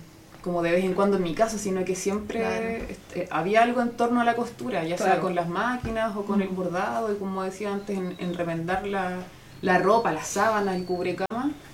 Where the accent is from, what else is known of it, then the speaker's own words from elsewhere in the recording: Santiago, Santiago Metropolitan Region, Chile; now in Maule, Chile; Yo soy de Santiago, ya me siento maulina, pero pero en Santiago y acá en el Maule he trabajado en varias partes.